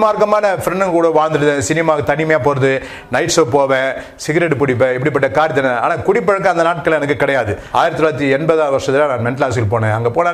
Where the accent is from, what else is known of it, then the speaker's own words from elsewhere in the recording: Chennai, Tamil Nadu, India; நான் ஒரு இந்து குடும்பத்தில் பிறந்தேன். … நான் ராயபுரத்தில் மீனாட்சி அம்மன் பேட்டை என்ற பகுதியில் பிறந்து வளர்ந்தேன்.